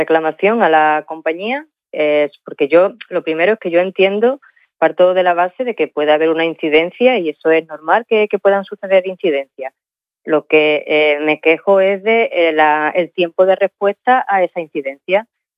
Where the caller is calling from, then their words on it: Cañaveral de León, Andalusia, Spain; yo vivo en Cañaveral del León